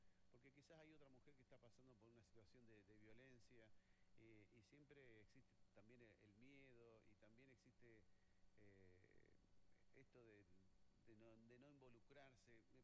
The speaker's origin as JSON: {"language": "Spanish", "country": "Argentina", "said": "pasando en la Argentina, en la provincia, en mi pueblo, nos duele realmente mucho."}